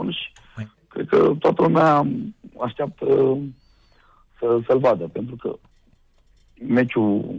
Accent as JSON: {"language": "Romanian", "country": "Romania", "said": "noi ca români"}